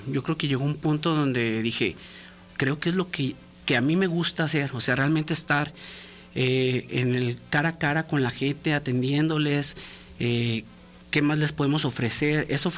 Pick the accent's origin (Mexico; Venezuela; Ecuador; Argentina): Mexico; Aguascalientes; born there; soy nacido aquí en Aguascalientes, tengo 37 años